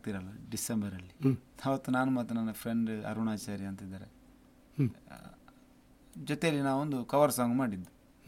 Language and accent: Kannada; Udupi, Karnataka, India; ಎಲ್ಲಿ ಅಂತ ಹೇಳಿದರೆ ಉಡುಪಿ. ಮತ್ತು ನನ್ನ ಊರು ಸರ್.